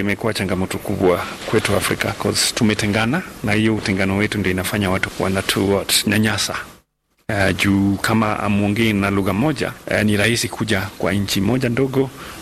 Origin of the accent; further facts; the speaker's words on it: Kenya; Mimi kama Mkenya utahitaji visa kama 10 ama 20 uende kwa nchi nyingine